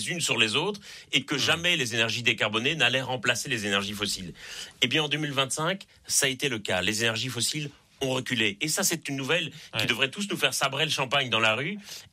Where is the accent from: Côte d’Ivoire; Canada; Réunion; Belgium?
Belgium; now in Paris, France; ça s'entend un peu d'ailleurs à mon accent. Je suis en Belgique et je ne suis pas né en France, même si j'habite